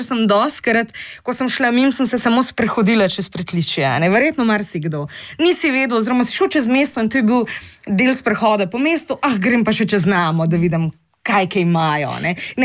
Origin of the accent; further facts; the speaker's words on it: Ljubljana, Central Slovenia, Slovenia; jaz to občutim kot Ljubljančanka